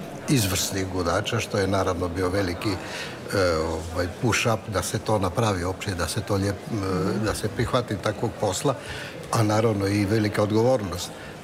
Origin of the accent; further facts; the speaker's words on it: Rijeka, Primorje-Gorski Kotar County, Croatia; ja sam Riječanin rodom.